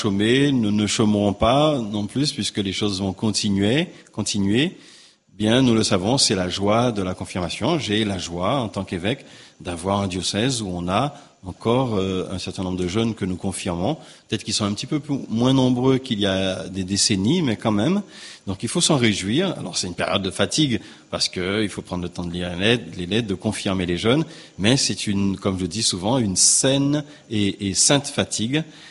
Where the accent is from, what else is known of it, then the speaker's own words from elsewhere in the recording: Guadeloupe; certes, petit pays que nous sommes, petite île que nous sommes de la Guadeloupe